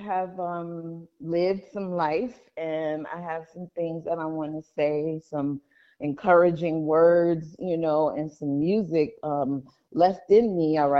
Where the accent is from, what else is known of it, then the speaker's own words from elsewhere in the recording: New York City, New York, United States; also born or lived in Queens / Long Island; I started out, I grew up in Brooklyn, and then my career started in Queens, and I raised my kids in Long Island. So I am a real New Yorker.